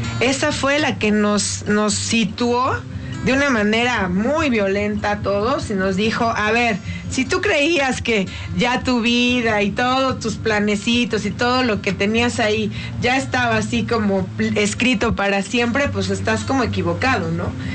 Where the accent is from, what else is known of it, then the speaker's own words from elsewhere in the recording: Mexico; como mexicanos, tenemos que hacer mucho esto